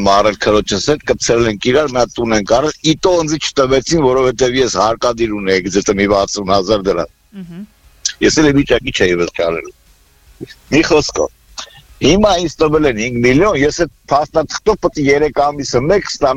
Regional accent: Yerevan, Armenia; also born or lived in Nagorno-Karabakh; Ես 25 տարի ապրել եմ Ղարաբաղում։ Այո։ Ես Երևանցի եմ, ասենք ասեմ։

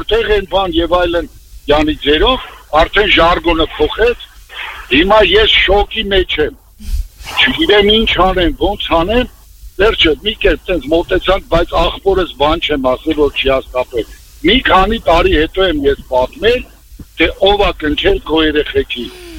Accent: Yerevan, Armenia; Հիմա ես Երևանից եմ, բայց Ռաֆանից մինչև Սադախլու շինարություն եմ անում, ի՞նչ կապ ունի որտեղից։

